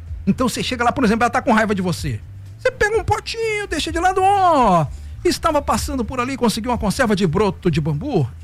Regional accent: Pompeu, Minas Gerais, Brazil; e olha que eu sou de Pompeu, que cabe meia dúzia de Belo Horizonte lá dentro.

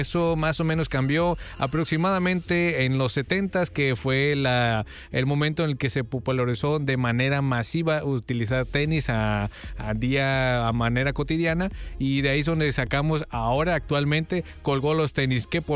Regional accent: Mexico; así somos los mexicanos y tenemos mucha, mucha historia

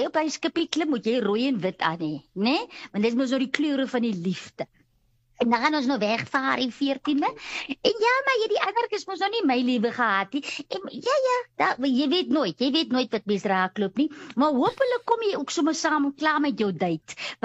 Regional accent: Garies, Northern Cape, South Africa; Kyk, ek kom van Garries, né? En daar leer jy swem op 'n nat waslap.

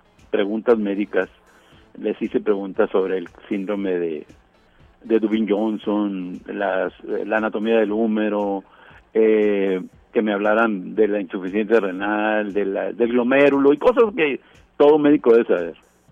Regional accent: Mexicali, Baja California, Mexico; vengo de Mexicali de vacaciones aquí en Ensenada, sí, sí.

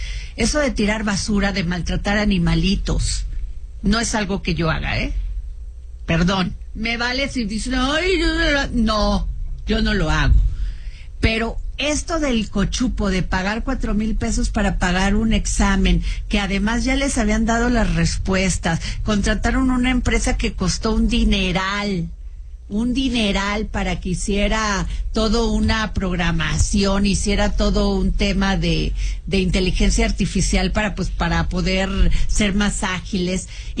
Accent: Vega de la Torre, Veracruz, Mexico; now in State of Mexico, Mexico; allá en mi pueblo este día se celebran las fiestas de Santana, una gran fiesta del municipio de Vega de la Torre en Veracruz.

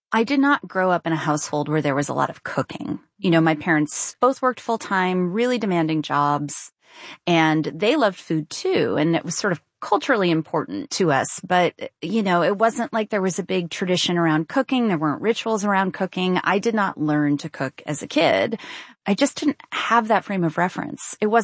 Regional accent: New York, United States; I grew up in the New York area.

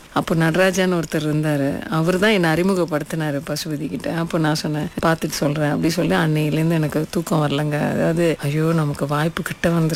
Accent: Kuala Lumpur, Malaysia; நான் பிறந்து வளர்ந்ததெல்லாம் செந்தூரில் தான். இப்போ செந்தூர்னாலே எல்லாரும் சொல்லிடுவாங்க, யூனிவர்சிட்டி போகும்போது ஐயோ செந்தூலா அதெல்லாம் பயங்கரமான இடமாச்சே அப்படின்னுலாம் நிறையா பேர் சொல்லியிருக்காங்க.

